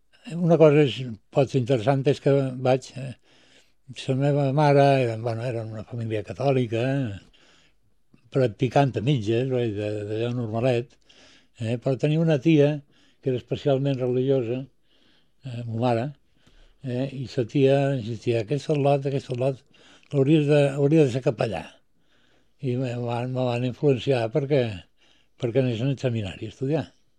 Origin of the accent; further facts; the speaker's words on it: Balearic Islands, Spain; also born or lived in Madrid; perquè vaig arribar a Menorca que tenia 10 anys. Ja en tenc 73, ja me diràs tu, si no som menorquins, no sé què som.